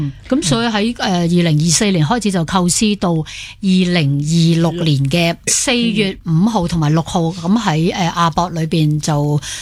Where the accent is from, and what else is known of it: Hong Kong